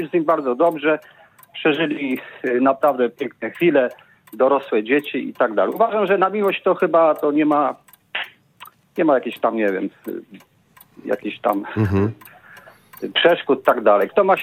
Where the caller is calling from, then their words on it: Poznań, Greater Poland Voivodeship, Poland; No ja mam 59 lat, dzwonię z Poznania.